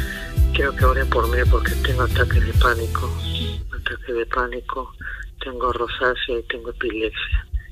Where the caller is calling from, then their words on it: Lima, Peru; De Lima, soy de Lima.